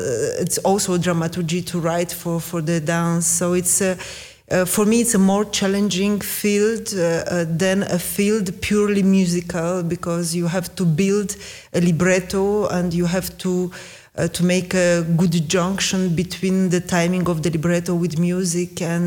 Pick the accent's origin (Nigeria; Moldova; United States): Moldova; born there; English is a second language; Yes, I was born in Republic of Moldova, and my father, who was from Ukraine, was a professional musician.